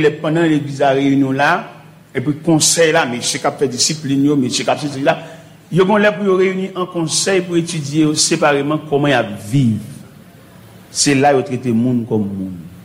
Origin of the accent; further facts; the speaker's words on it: Haiti; Parce que nous-mêmes, haïtiens chrétiens, avec des petits groupes haïtiens que l'église là